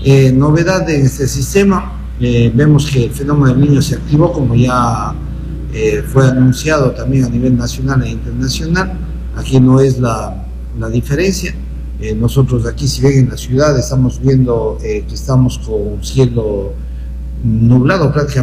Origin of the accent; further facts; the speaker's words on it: Ecuador; a Ecuador y a los ecuatorianos no nos gusta nada fácil, nos gusta lo bien complicado.